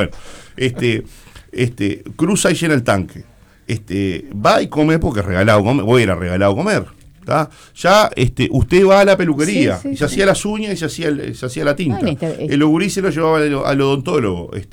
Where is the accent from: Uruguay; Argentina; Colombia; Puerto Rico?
Uruguay; porque me preocupan como uruguayo.